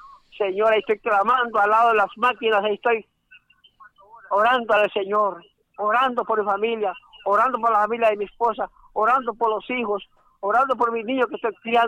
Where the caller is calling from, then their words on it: Villanueva, Cortés, Honduras; De Villanueva Cortés, hermano.